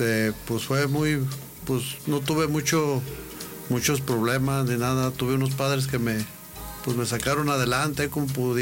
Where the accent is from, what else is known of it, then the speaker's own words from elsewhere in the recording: Ciudad Juárez, Chihuahua, Mexico; now in Aguascalientes, Mexico; Yo nací aquí en Aguascalientes, pero me fui muy chico a Ciudad Juárez.